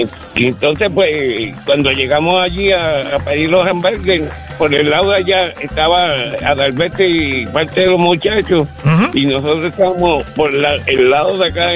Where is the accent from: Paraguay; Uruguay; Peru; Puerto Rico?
Puerto Rico; Ciales; now in Manatí, Puerto Rico; Y mi papá también, y yo básicamente, porque vivo en Manatí, pero venimos de Ciales.